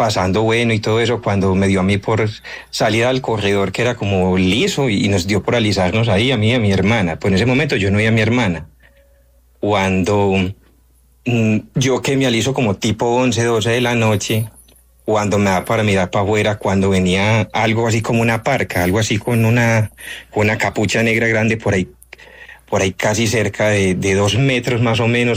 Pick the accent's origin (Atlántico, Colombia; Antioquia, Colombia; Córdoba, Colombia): Antioquia, Colombia; San Andrés de Cuerquia; tenía yo 7 años más o menos, cuando yo soy de acá de Antioquia, de San Andrés de Cuerquia.